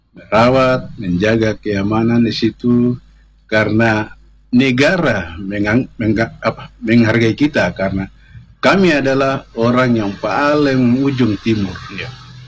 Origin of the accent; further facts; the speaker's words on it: South Papua, Indonesia; sebagai anak Ninati dan juga Yetetkun, dan katakan anak Jonggom